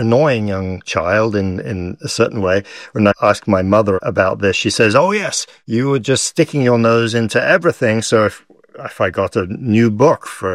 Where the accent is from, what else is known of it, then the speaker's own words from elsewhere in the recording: Île-de-France, France; I grew up in France near Paris, and there were lots of open-air markets and cheese shops and things.